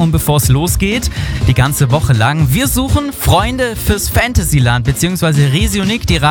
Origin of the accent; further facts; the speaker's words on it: Munich, Bavaria, Germany; now in Augsburg, Germany; also ich komme aus München